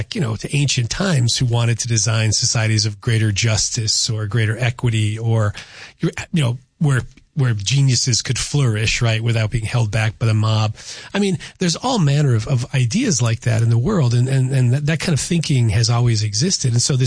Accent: Chicopee, Massachusetts, United States; in my hometown in Chicopee, there's a very famous author, Edward Bellamy.

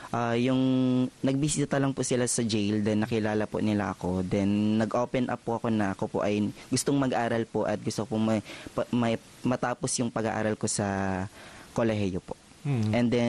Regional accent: Gloria, Oriental Mindoro, Philippines; Ako po ay taga-Gloria Oriental Mindoro po.

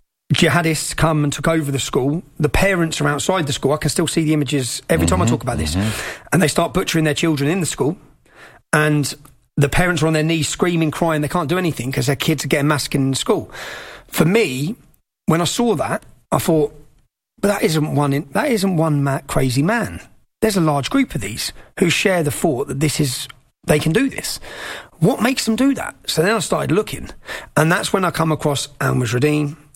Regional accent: Luton, East of England, United Kingdom; Luton's only got 200,000 population, and you're talking 100,000 Muslims. This has all come from my hometown.

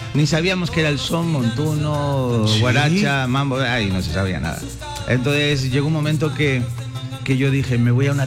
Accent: Madrid, Community of Madrid, Spain; born there; also born or lived in Valencia, Spain; Yo soy de Valencia, España, mediterráneo, costeño, como ustedes dirían. A la edad de 5, 6, 7 años, más o menos, aproximadamente, mi padre, que nació en Madrid, donde está el mejor equipo de fútbol del mundo, me llevó directamente a vivir a Madrid

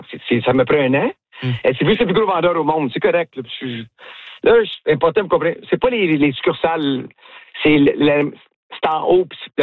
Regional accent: Gatineau, Quebec, Canada; Moi, je suis un petit gars de Gatineau

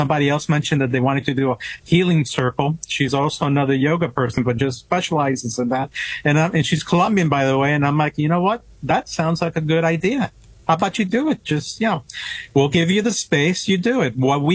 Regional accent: New York City, New York, United States; also born or lived in Tuxedo

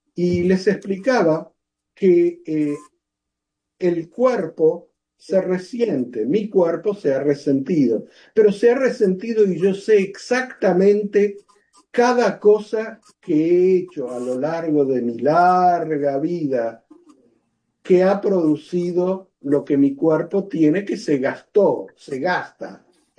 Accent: Argentina; Y yo soy originario de Argentina.

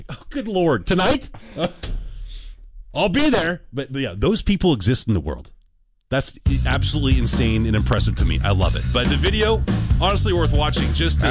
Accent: Portland, Oregon, United States; I'm not a big fan of the city of Seattle because I grew up in Portland and they're kind of rival cities.

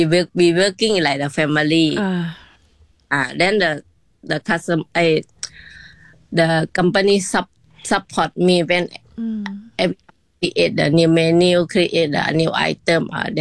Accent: Isan, Thailand; English is a second language; I grew up in Isana, so my memory is my mother cooking.

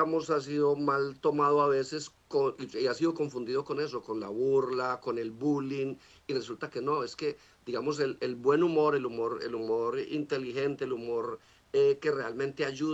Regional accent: Marinilla, Antioquia, Colombia; born there; Sí, yo nací en Marinilla.

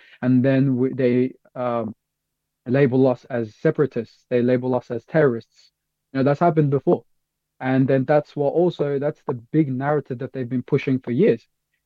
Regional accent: Xinjiang, China; I've tried to explain to people that I'm from East Turkestan, I show them on the map and everything. Obviously, East Turkestan isn't there.

